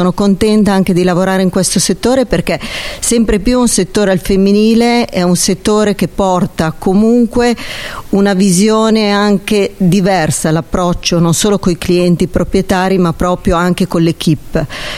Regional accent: Lombardy, Italy; Io ho 2 anni e mezzo, sono di Cremonese e quindi abbiamo Santa Lucia.

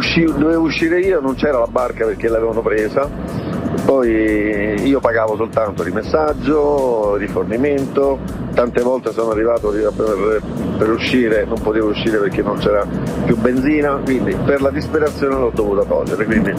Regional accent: San Felice Circeo, Lazio, Italy; now in Rome, Italy; Io sono originario del Circeo, una località di mare.

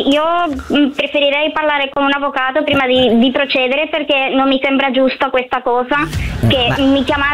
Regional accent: Argentina; moved away; Sono argentina, allora sono italiana legalmente, ma sono cresciuta in Argentina e quindi il mio accento è un po' diverso.

